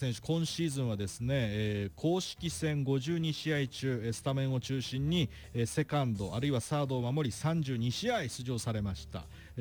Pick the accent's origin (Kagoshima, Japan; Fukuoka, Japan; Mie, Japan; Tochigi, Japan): Tochigi, Japan; Sano; 佐野日大高校でございますね。私の実家のすぐ裏でした。